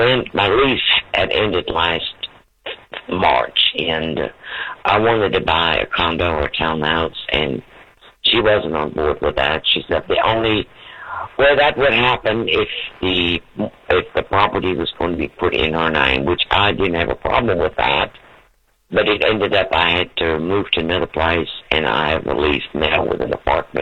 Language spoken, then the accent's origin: English; Germany; I was born and raised in Germany. My husband was from this area. He's passed.